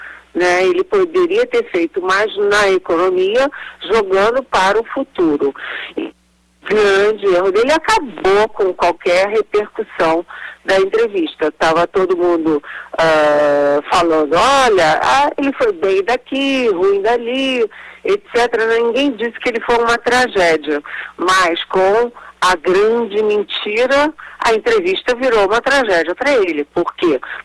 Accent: Rio de Janeiro, Brazil; Eu falo, eu que sou carioca, falo de cabeça para baixo.

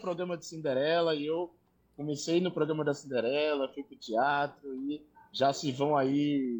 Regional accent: Paulista, Pernambuco, Brazil; also born or lived in Recife; Eu nasci em Recife, mas eu fui criado a minha vida inteira em Paulista, né? Lá em Maranguape 1.

